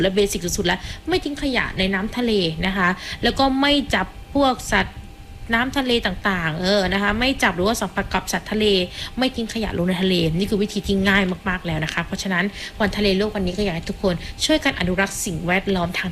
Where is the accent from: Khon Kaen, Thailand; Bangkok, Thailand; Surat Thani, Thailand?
Surat Thani, Thailand; เราเป็นชาวจังหวัดสุราษฎร์ธานีนะคะ